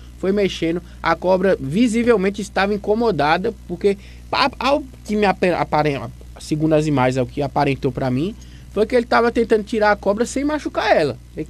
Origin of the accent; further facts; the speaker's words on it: São Paulo, Brazil; now in Toritama, Brazil; Eu fui criado em São Paulo